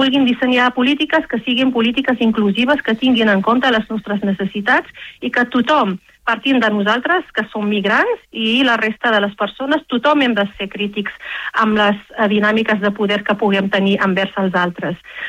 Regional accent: Rif, Morocco; de la cultura amazic, de la llengua amazic, del Rif, que és el meu poble d'origen, no?

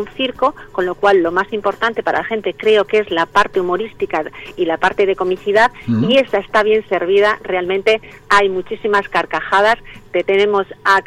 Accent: Bilbao, Basque Country, Spain; A ver, pues no sé si se me nota todavía un poco en el acento, porque claro, ya de tantos años en el circo ya sabes que es universal, internacional, y que habemos personas de todos, de toda índole, de todos los lados.

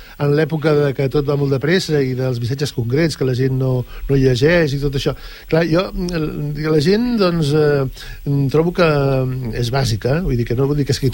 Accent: Catalonia, Spain; jo que sóc independentista i català, per un moment penso que també sóc espanyol

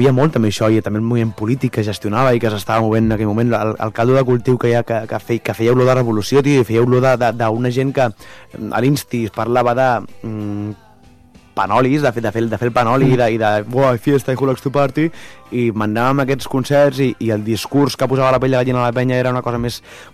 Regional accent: Cambrils, Catalonia, Spain; Jo soc de Tarragona i tal, soc de Cambrils

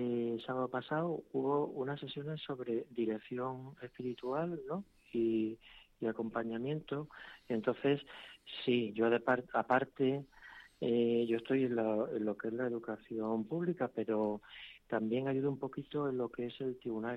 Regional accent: Cádiz, Andalusia, Spain; also born or lived in Madrid / Melilla; Yo me crié en Cádiz, acabamos en Madrid. Después yo seguí el camino militar y por eso acabé de nuevo en Melilla

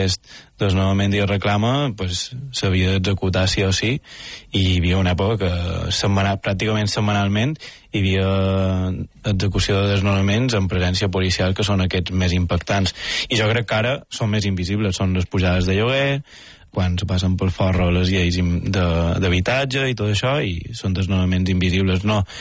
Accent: Balearic Islands, Spain; mos coneixem d'això de fer temes junts i els dos som mallorquins.

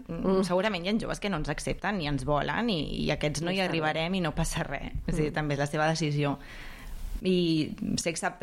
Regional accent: Catalonia, Spain; jo he treballat en centres oberts, en espais joves, més o menys també, però clar, jo vinc del Baix Llobregat, i és bastant diferent que aquí.

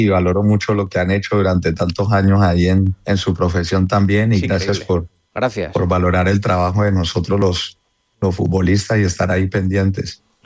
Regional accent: Cali, Valle del Cauca, Colombia

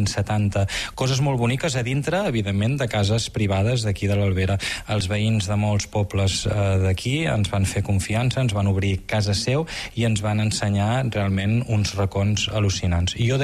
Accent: Girona, Catalonia, Spain; born there; now in Empordà, Spain; he nascut a Girona, Kilian, i jo vaig venir aquí

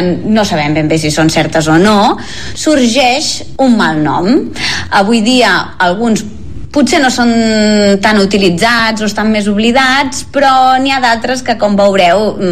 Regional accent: Mataró, Catalonia, Spain; que sóc de Mataró

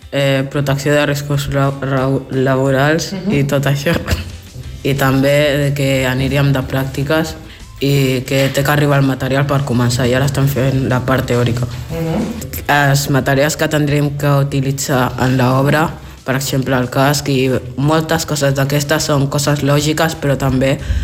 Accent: Pineda de Mar, Catalonia, Spain; Sí, som de Pineda tots.

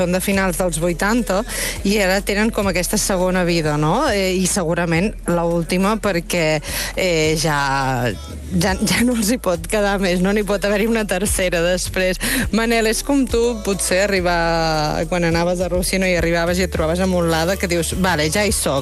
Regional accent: Celrà, Catalonia, Spain; No, casa és el meu poble, és a Celrà, però també és veritat que tinc una altra casa, que és a Ouagadougou

